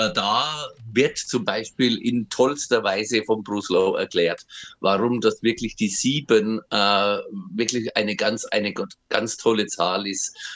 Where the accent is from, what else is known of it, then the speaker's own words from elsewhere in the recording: Bavaria, Germany; da fühle ich mich eigentlich, so blöd es klingt, als Bayer in Österreich am wohlsten